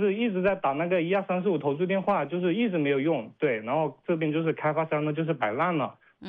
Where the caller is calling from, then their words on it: Changsha, Hunan, China; 就是我是来自于那个万城区月亮岛街道康桥悦城的 … 就是我在这个小区呢买了房子不到一年